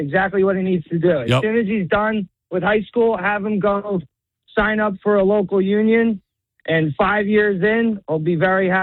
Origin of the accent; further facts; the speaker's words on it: Lacey, New Jersey, United States; I'm from Lacey.